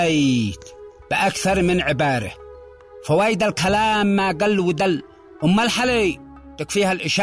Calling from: Sanaa, Amanat Al Asimah, Yemen; عندنا في صنعاء

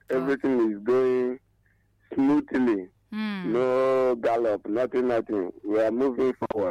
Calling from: Abakaliki, Ebonyi, Nigeria; I'm calling from Abakaliki, Ebonyi State.

